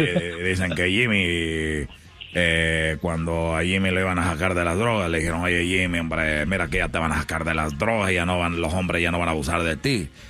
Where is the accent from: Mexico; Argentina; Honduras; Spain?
Honduras; Y en Honduras le dije, bueno, es que ahí en mi país, y la verdad, yo siempre quise tener una casa grande.